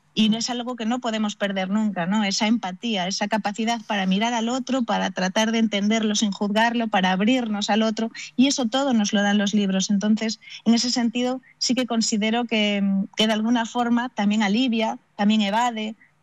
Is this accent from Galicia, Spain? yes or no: yes; Santiago de Compostela, Galicia, Spain; nuestra mirada, yo siempre digo que es una mirada atlántica, marcada mucho, en mi caso de Santiago, por el propio Camino de Santiago